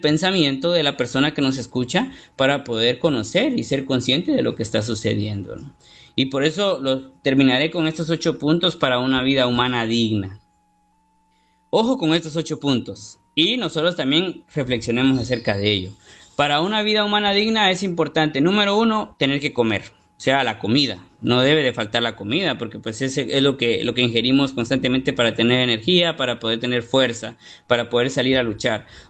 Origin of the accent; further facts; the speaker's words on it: Guatemala